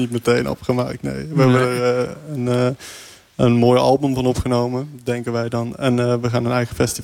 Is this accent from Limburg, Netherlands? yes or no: no; Eindhoven, North Brabant, Netherlands; born there; Geboren in Eindhoven. We komen sowieso een beetje overal nergens vandaan.